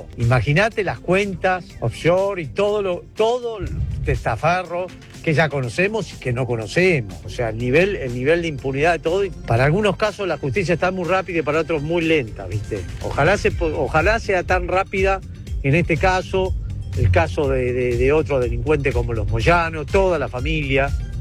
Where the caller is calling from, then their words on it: General Las Heras, Buenos Aires Province, Argentina; de General Las Heras.